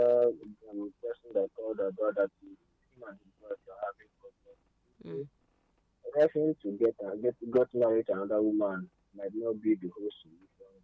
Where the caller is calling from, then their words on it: Enugu, Enugu State, Nigeria; I'm calling from Enugu.